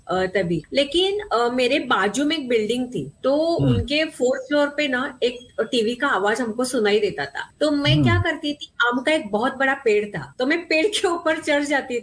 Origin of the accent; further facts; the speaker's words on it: Pune, Maharashtra, India; Actually मैं पूना से हूँ, महाराष्ट्र पूना से।